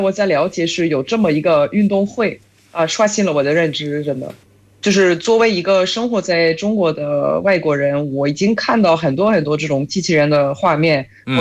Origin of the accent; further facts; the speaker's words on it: France; Chinese is a second language; now in China; 作为法国人来看的话